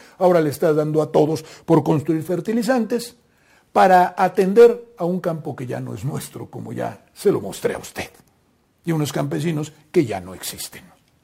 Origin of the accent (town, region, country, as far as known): Mexico